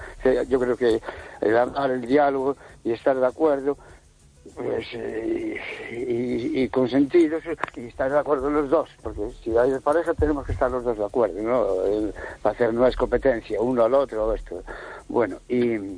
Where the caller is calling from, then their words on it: Cambre, Galicia, Spain; de Cambre.